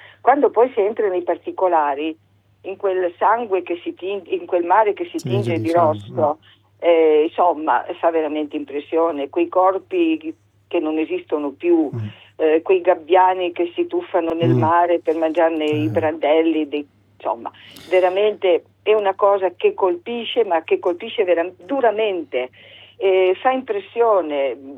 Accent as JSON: {"language": "Italian", "town": "Vrsar", "region": "Istria County", "country": "Croatia", "said": "io sono di Orsera, lei era orsarese"}